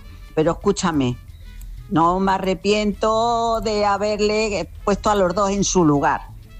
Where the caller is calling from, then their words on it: Navalmoral de la Mata, Extremadura, Spain; de Navalmoral.